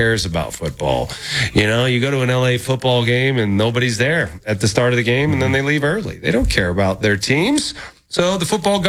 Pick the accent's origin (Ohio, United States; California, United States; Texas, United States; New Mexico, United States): California, United States; now in Colorado, United States; It's part of the reason why I still live here. You know, I grew up in California.